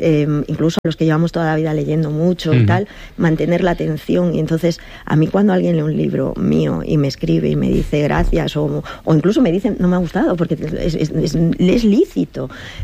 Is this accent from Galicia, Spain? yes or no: no; San Sebastián, Basque Country, Spain